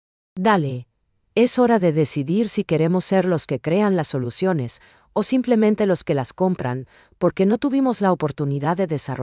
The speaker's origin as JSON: {"language": "Spanish", "country": "Paraguay"}